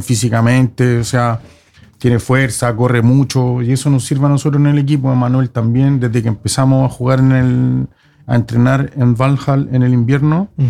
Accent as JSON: {"language": "Spanish", "town": "Concón", "region": "Valparaíso", "country": "Chile", "tie": "born or raised there", "said": "yo soy de Concón. Yo vivo en Concón, o sea, mi familia, mi padre, yo me crié en Concón, nací en Concón."}